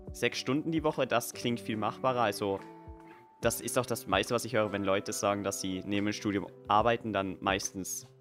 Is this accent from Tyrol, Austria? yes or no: yes; Tyrol, Austria; denn ich komme ja aus Osttirol, aber ich studiere ja in Kärnten.